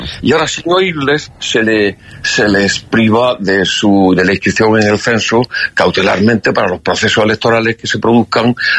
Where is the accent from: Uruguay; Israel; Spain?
Spain; Estoy inscrito como español porque he hecho lo que me han pedido para ello, y si soy español tengo derecho de voto.